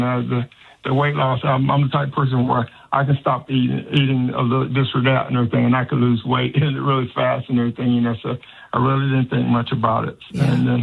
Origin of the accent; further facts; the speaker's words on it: United States; born there; I don't consider myself an African-American. I was born here in America. So I'm just a black American.